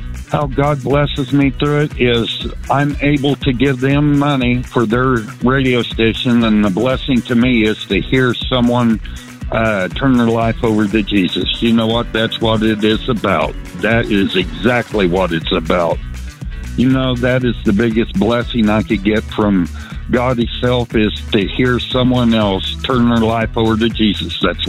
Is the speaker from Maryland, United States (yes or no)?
no; Topeka, Kansas, United States; I'm from Topeka, Kansas. I run a trash route here in Topeka.